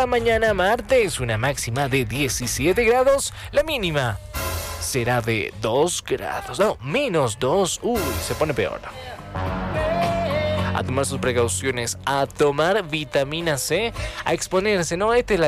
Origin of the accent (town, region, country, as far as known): Bolivia